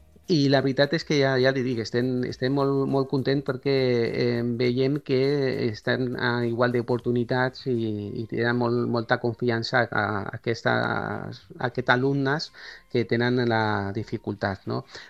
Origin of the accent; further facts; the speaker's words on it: Cornellà de Llobregat, Catalonia, Spain; nosaltres som de Cornellà, de Catalunya